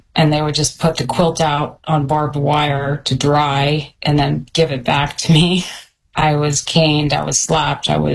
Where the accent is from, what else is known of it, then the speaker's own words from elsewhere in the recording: Florida, United States; we're 30 minutes from Disney World. In Florida, we were the weirdos.